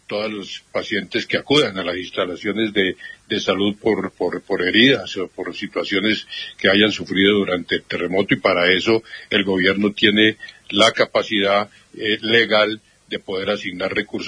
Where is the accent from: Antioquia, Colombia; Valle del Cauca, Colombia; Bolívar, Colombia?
Valle del Cauca, Colombia; Cali; Yo mismo soy de Cali, ahorita no vivo en Cali, pero yo mismo soy de Cali